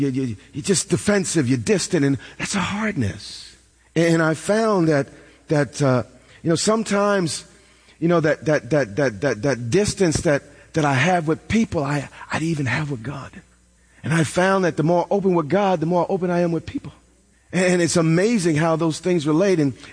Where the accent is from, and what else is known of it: New York, United States